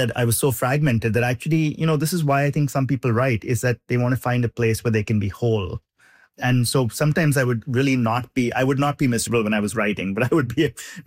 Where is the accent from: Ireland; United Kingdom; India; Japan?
India; moved away as an adult; now in United States; I grew up in India. I moved to the US for college.